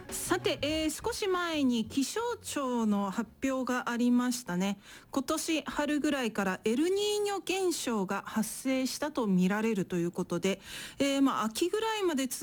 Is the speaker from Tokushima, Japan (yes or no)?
yes; Tokushima, Japan; 私は四国徳島のど田舎生まれど田舎育ちの人間なので、